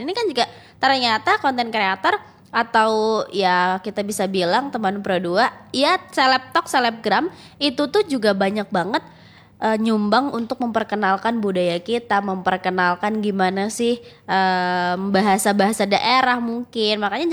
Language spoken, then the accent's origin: Indonesian; Java, Indonesia; Kayak gimana sih, contoh nih teman berdua, aku orang Jawa.